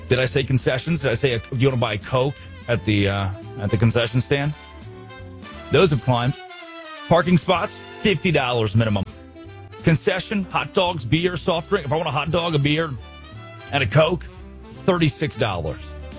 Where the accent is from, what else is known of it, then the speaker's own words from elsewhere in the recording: Arkansas, United States; I grew up in Arkansas. Valonia, population 3,500.